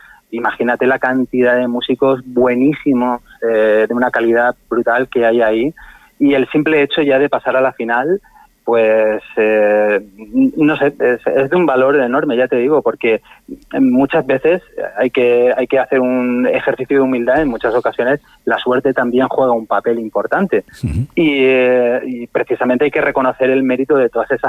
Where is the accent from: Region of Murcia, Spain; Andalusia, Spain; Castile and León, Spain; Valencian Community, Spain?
Region of Murcia, Spain; Yecla; es mi tierra, es la tierra de mi madre, de mis abuelos, es donde yo he crecido